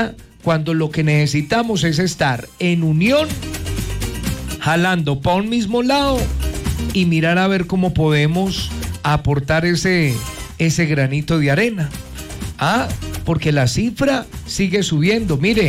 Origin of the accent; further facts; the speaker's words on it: Colombia; sabemos que como colombianos es el momento de estar unidos